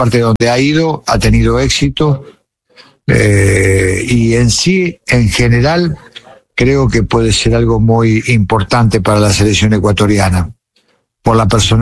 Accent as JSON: {"language": "Spanish", "country": "Argentina", "said": "no solamente como argentino"}